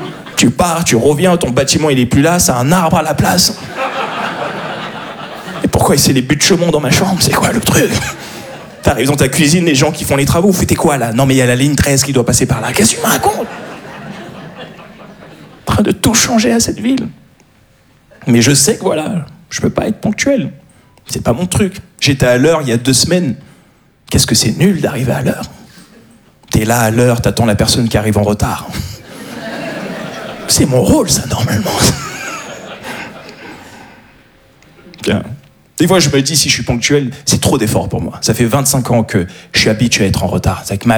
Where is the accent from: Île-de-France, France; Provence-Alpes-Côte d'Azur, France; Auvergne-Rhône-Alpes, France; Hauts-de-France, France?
Île-de-France, France; Paris; Je suis un Parisien, voilà ce que je suis.